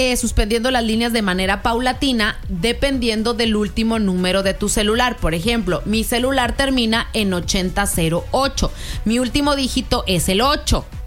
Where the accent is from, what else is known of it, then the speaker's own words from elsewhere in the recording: Mexico; como buenos mexicanos que dejamos todo para el último